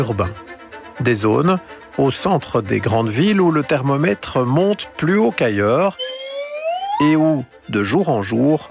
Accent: Belgium; même chez nous, en Belgique

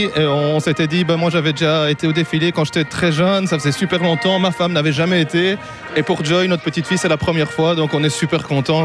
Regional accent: Braine-l'Alleud, Wallonia, Belgium; Alors on vient de Braine-l'Alleud, on a pris le train vers midi et demi

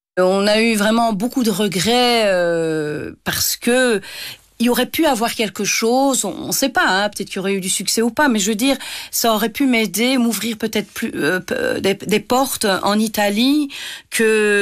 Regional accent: Liège, Wallonia, Belgium; On vient de Liège, on est dans une petite ville, mes parents sont avec nous

